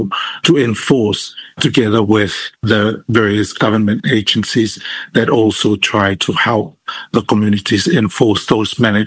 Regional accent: Utuali'i, American Samoa; I grew up in Utuali'i, right along the coast.

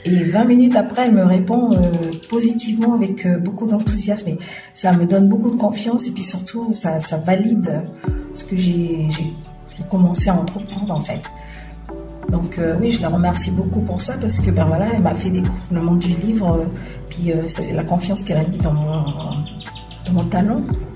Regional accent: New Caledonia; moi, j'ai besoin d'exister en tant que Kanak, d'abord, mm-hmm. avant d'exister en tant que calédonienne.

